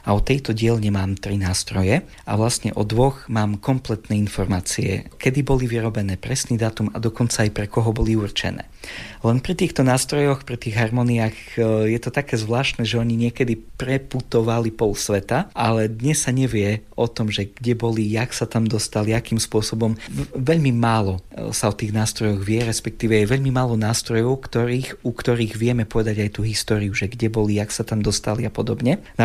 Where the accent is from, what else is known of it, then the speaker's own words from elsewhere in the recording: Solivar, Prešov Region, Slovakia; Keďže ja pochádzam zo Solivaru, tak je to v podstate môj rodák